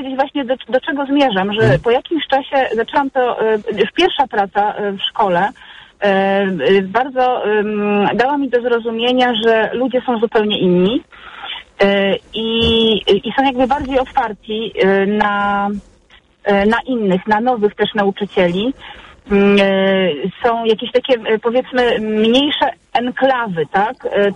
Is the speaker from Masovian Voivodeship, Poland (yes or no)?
yes; Masovian Voivodeship, Poland; Ja jestem z Mazowsza i nie znam takich miejsc.